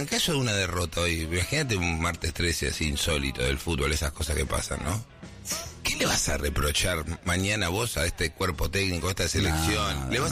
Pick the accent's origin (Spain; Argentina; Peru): Argentina